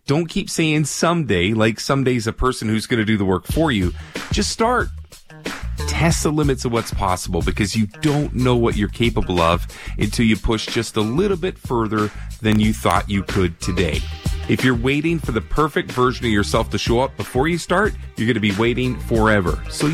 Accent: Toronto, Ontario, Canada; now in British Columbia, Canada; Yeah, I grew up in Toronto as well, and I came out here in '94 to chase my baseball dreams and just never went home.

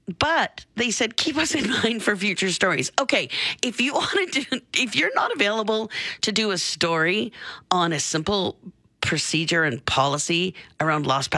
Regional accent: Canada; I get it. I'm just a Canadian girl. I just like a little bit cooler.

